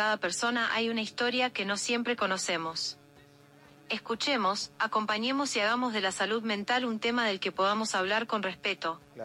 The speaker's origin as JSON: {"language": "Spanish", "country": "Argentina", "lives_now": "Mexico", "said": "la argentina más mexicana."}